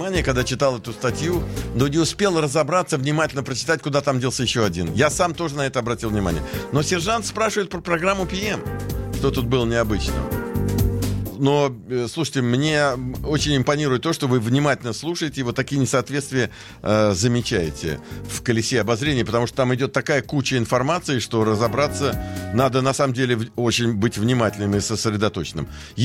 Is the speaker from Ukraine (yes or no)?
yes; Kerch, Crimea, Ukraine; Я рос в Керчи, в Крыму, и часто в малых городах